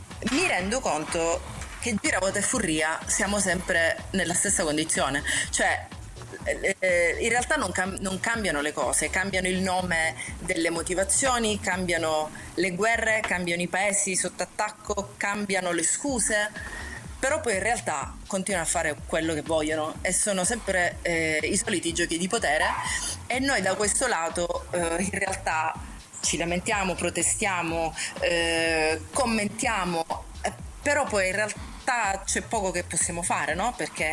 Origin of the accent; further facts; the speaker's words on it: Catania, Sicily, Italy; un concerto a Catania, che è la mia città d'origine, e quindi molto felice di fare un concerto là.